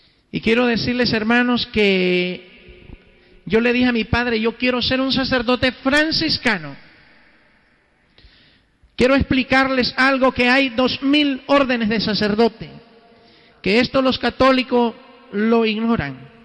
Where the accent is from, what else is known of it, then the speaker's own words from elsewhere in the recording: San Miguel, El Salvador; born there; moved away; also born or lived in Costa Rica / United States; Nací en la República del Salvador, en una ciudad muy grande, San Miguel, una ciudad que tiene más de 2 millones de habitantes. Bueno, ahora soy nacionalizado en Costa Rica, también tengo residencia